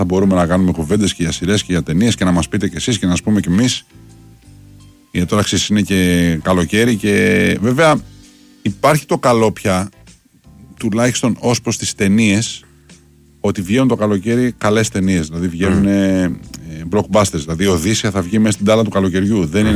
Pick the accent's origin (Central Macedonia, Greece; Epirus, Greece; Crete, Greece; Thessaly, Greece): Thessaly, Greece; Klinovos; στο χωριό μου, στον Κλίνοβο Καλαμπάκας